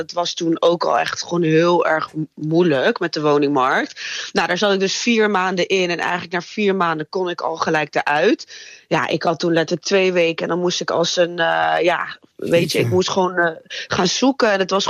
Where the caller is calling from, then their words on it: Rotterdam, South Holland, Netherlands; ik kom zelf uit Rotterdam